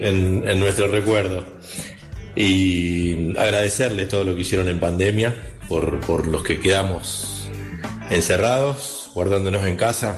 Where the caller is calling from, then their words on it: Santa Fe, Argentina; de Santa Fe.